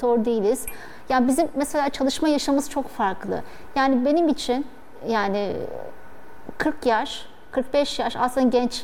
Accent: Bozcaada, Çanakkale, Turkey; Çünkü ben oradan çıktım, orada büyüdüm. Bütün işte ressamlıkla ilgili her şeyi orada kazandım. Sonrasında biraz böyle şey, asi bir yapım vardı benim. Yani Bozcaada'da doğmuş, büyümüş bir insanın ben ressam olacağım demesi aslında biraz şey, ekstrem bir şey.

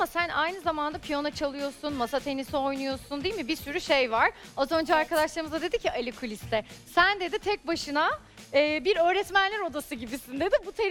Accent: Kastamonu, Turkey; Aslen Kastamonuluyum.

